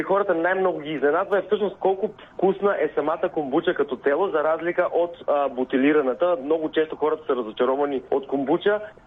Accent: North Macedonia; now in Bulgaria; Аз съм и доста близо до место, откъдето идвам, от Македония. Тук менталитета си е нашия

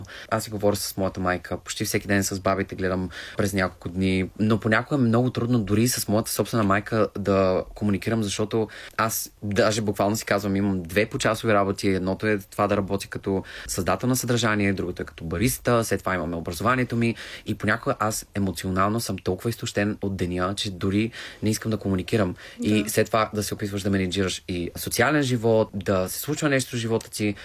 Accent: Targovishte, Targovishte Province, Bulgaria; moved away as an adult; now in Netherlands; Родом съм от Търговище и съм живял до 18 години в Търговище.

